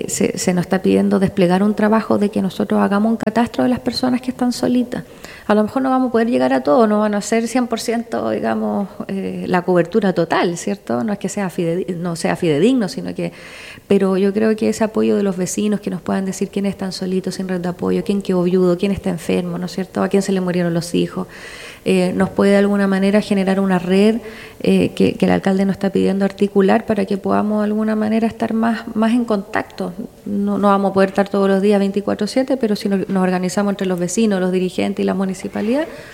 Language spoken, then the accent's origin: Spanish; Quillota, Valparaíso, Chile; soy sobrina nieta de la Sor Teresita de los Andes, para que no se olvide de nosotros de Quillota